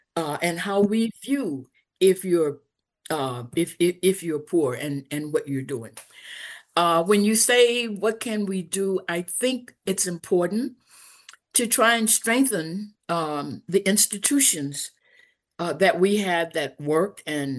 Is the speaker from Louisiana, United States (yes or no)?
yes; Louisiana, United States; moved away; I came from the Deep South, Louisiana, with Black communities that were very homogeneous.